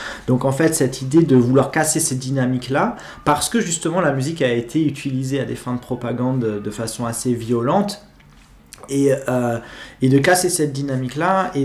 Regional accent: Germany; moved away; moi, j'ai grandi en Allemagne, je suis né dans les années 80

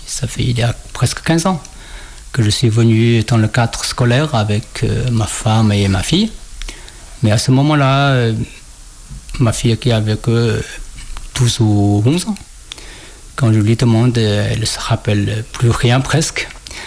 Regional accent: Shaanxi, China; je rentre très peu chez mon pays natal, qui n'est pas à Wujian, qui est dans la région de Xi'an

